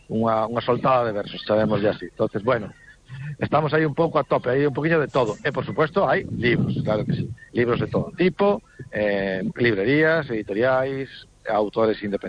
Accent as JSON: {"language": "Galician", "town": "Bañobre", "region": "Galicia", "country": "Spain", "tie": "born or raised there", "said": "eu digo polo meu pueblo, no Bañobre, que decir, non somos nin concello, temos unha verbena"}